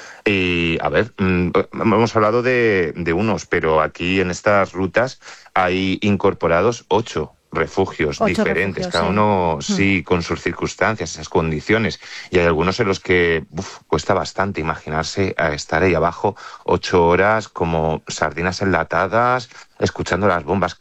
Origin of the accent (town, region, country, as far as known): Alicante, Valencian Community, Spain